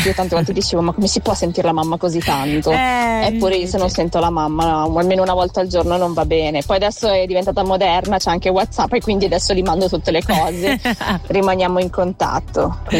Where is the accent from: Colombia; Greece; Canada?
Colombia; now in Switzerland; Io sono adottata, vengo dalla Colombia, a parlare anche dialetto, perché grande.